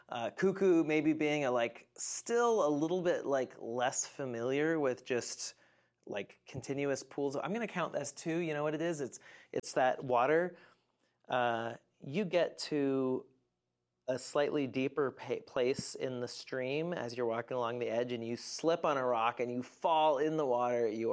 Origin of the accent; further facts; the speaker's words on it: Oregon, United States; I'm from Oregon. I appreciate the reference.